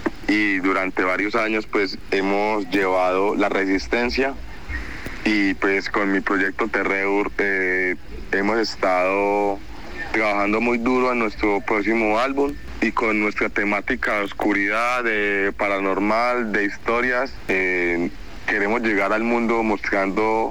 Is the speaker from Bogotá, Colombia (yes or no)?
no; Balboa, Risaralda, Colombia; now in Pereira, Colombia; yo nací y fui criado en Balboa, Risaralda. En este momento me encuentro ubicado en la capital de Risaralda, en Pereira.